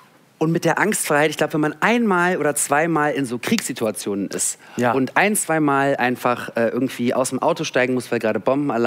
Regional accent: Berlin, Germany; born or raised there

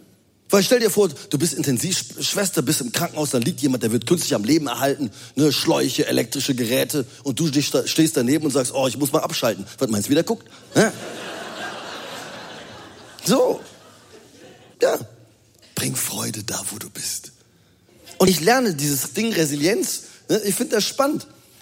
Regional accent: Rhineland, Germany; Als Rheinländer. Der Rheinländer, der bleibt ruhig.

